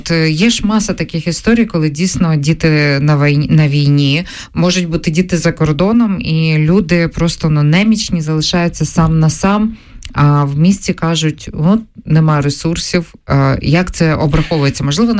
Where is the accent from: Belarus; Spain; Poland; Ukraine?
Ukraine; Brovary, Kyiv Oblast; от я вам наведу приклад із моїх рідних Броварів.